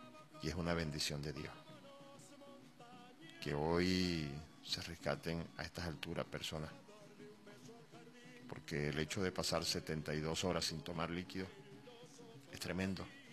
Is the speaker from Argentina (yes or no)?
no; Venezuela; todos somos venezolanos.